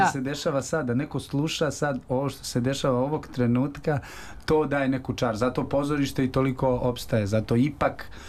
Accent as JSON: {"language": "Serbian", "town": "Užice", "region": "Šumadija and Western Serbia", "country": "Serbia", "said": "za grad Užice, kojega je nažalost, odakle sam ja"}